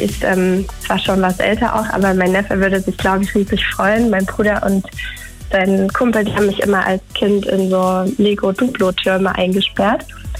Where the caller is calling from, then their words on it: Altenburg, Thuringia, Germany; Aus Altenburg.